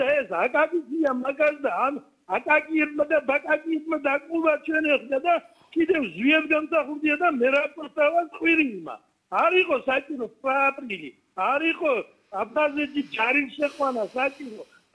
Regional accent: Abkhazia, Georgia; moved away as an adult; მე აფხაზეთში გავიზარდე. იქ ვისწავლე, იქ ავიდი ფეხი და ეხლა უკვე პატარა არა ვარ. 70 წელს ვარ

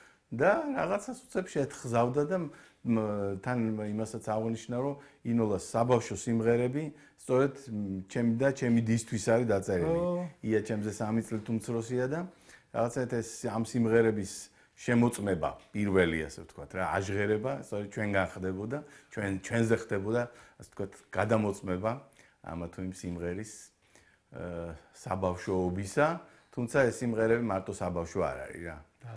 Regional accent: Tbilisi, Georgia; ჩემი ბავშვობა რაც მახსოვს იმ თბილისში, მაშინდელ თბილისში 64-ში ვარ დაბადებული

